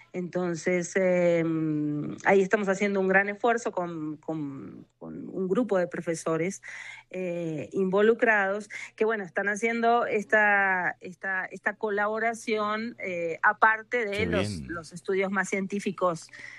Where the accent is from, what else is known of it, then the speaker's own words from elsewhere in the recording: Argentina; accent: Argentine; moved away as an adult; now in Colombia; Soy argentina, pero hace 20 años que trabajo aquí en la Universidad Antonio Nariño, aquí en Colombia.